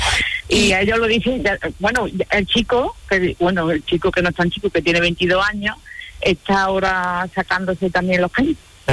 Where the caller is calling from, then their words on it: Montalbán de Córdoba, Andalusia, Spain; No, porque yo soy de Montalbán, de Córdoba.